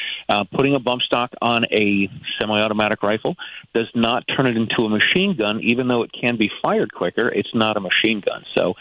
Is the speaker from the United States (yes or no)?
yes; Midwest, United States; now in Massachusetts, United States; I grew up in the Midwest